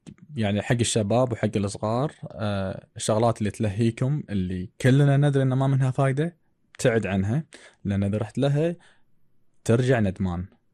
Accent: Kuwait; والكويت كنا ملتينج بوت

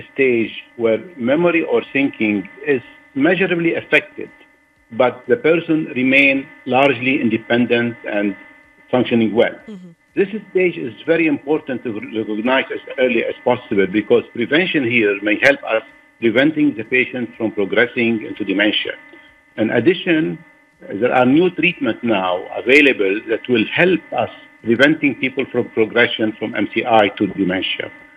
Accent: Lebanon; also born or lived in Arizona, United States; now in Kuwait; Well, I'm from Lebanon.

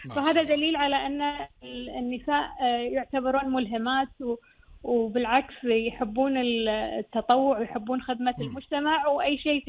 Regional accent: Kuwait; مثل ما تطورت عندنا بالكويت

